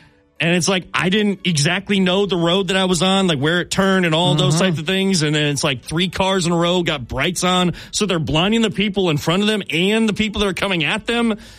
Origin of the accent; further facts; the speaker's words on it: Cleveland, Ohio, United States; I'm from Cleveland on Twitter, on X.